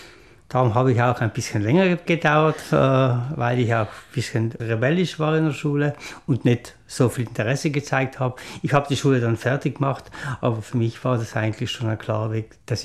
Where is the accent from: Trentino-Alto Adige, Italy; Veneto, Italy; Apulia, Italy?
Trentino-Alto Adige, Italy; Bolzano; now in Jenesien, Italy; Wir sind in Rentsch aufgewachsen.